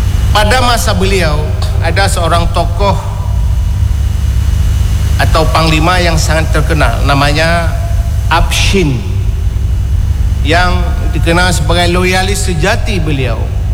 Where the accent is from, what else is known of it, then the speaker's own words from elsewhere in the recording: Aceh, Indonesia; jadi syukur kita orang Aceh ini banyak darah-darah pejuang yang datang dari Kabul, dari Persia